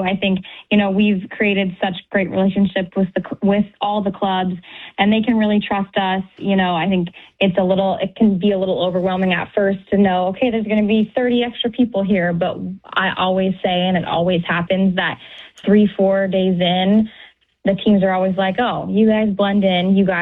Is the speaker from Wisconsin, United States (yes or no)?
yes; Green Bay, Wisconsin, United States; I'm from Green Bay, Wisconsin, as well as John.